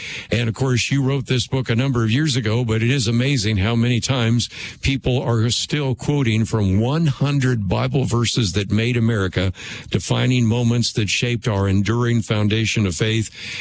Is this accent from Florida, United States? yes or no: no; California, United States; I grew up in California. My father had actually run for the California Assembly.